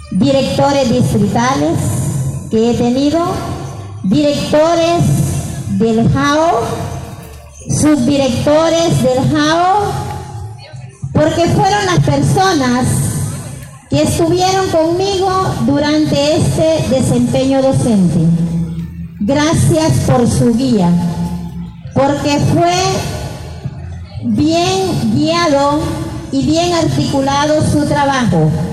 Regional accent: Victoria, Yoro, Honduras; Doy gracias a Dios por permitirme nacer en esta hermosa tierra. Es un profundo honor y una bendición del cielo ser nombrada hija predilecta de mi amado pueblo de Victoria.

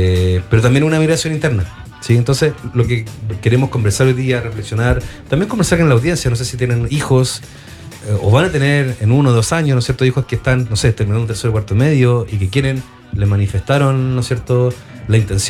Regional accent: Santiago, Santiago Metropolitan Region, Chile; also born or lived in Valparaíso; Yo nací y crecí en Santiago y me fui a estudiar a Valparaíso, saliendo de cuarto medio. Y también pues yo estuve 8 años en Valparaíso

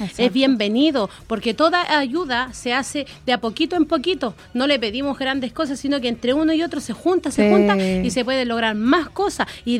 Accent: Pichidegua, O'Higgins, Chile; Yo vengo de Pichidegua.

